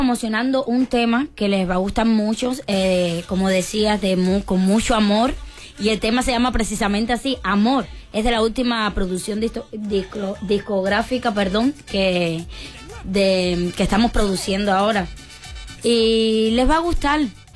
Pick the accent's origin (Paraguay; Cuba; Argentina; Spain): Cuba; accent: Cuban; now in Mexico; Todavía me queda el acentico de Cuba, pero sí.